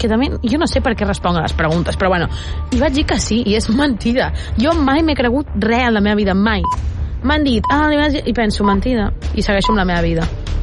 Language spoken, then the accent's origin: Catalan; Catalonia, Spain; Soc catalana.